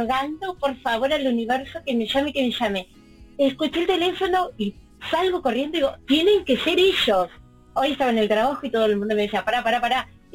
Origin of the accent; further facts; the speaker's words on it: Avellaneda, Buenos Aires Province, Argentina; Soy de Avellaneda, Dominico.